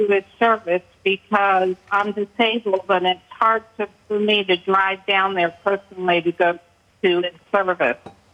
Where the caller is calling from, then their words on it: Cincinnati, Ohio, United States; I live here in Cincinnati, Ohio.